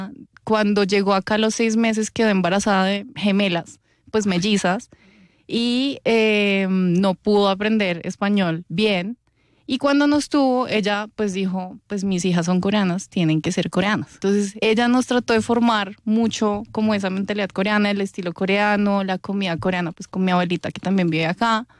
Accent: Bogotá, Colombia; Yo nací en Bogotá, pero la gente tiene el descaro de decir de dónde soy yo, pero yo les voy a decir, yo soy colombiana, pero ajá, también soy muy coreana.

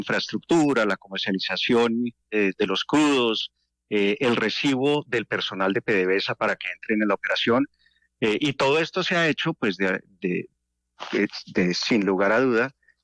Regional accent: Colombia; Uno cuando llega como colombiano

